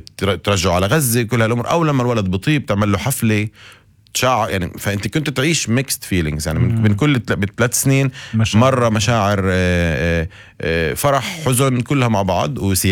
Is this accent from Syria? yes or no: no; Israel; فاحنا كمجتمع فلسطيني في الداخل